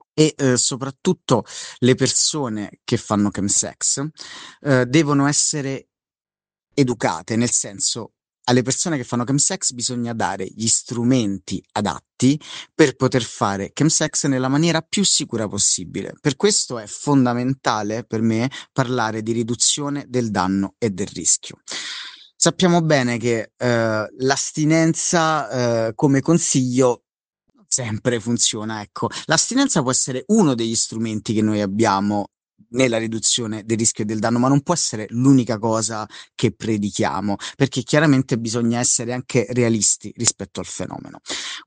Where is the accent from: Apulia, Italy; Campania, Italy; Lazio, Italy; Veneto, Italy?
Lazio, Italy; Rome; mi chiamo … ho 33 anni e vengo da Roma.